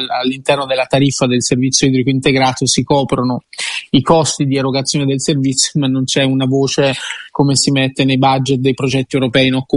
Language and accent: Italian; Capannori, Tuscany, Italy; io vengo da Capannori, che è un comune in provincia di Lucca